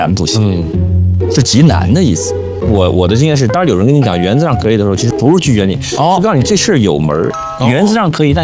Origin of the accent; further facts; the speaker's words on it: China; 但是我们中国人聊天好像很少绝对否定